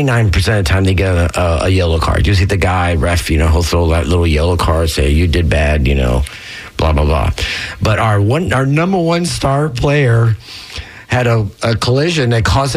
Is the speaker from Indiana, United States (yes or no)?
no; Tampa, Florida, United States; growing up in Florida or Tampa, whatever, you know, football's always been king here